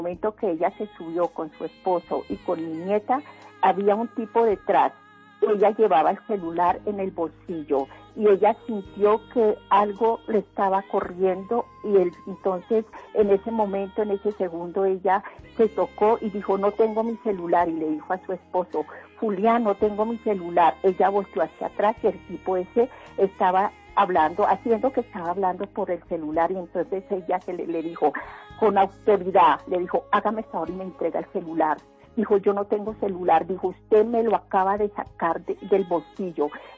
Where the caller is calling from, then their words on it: Bogotá, Colombia; En la zona quinta de Usme.